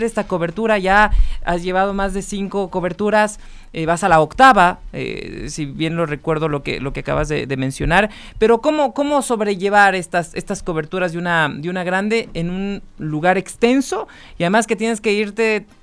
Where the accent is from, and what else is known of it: Ecuador